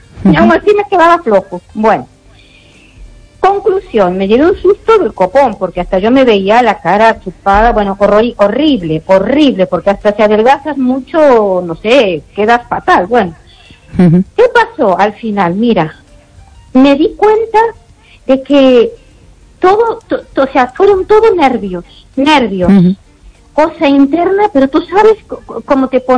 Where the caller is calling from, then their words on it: Ourense, Galicia, Spain; Hola, bueno … aquí de Orense